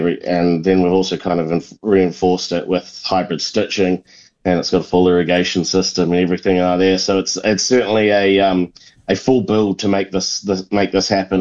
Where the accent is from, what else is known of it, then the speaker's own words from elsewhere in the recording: Auckland, New Zealand; I grew up in Auckland, so a city boy working on grass, but yeah, very much an Auckland boy.